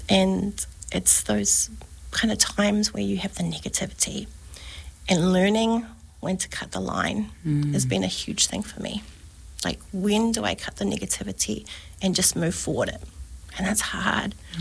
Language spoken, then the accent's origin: English; Burnham, Canterbury, New Zealand; I'm an army brat, born and raised in Burnham Army Camp. Didn't grow up Māori.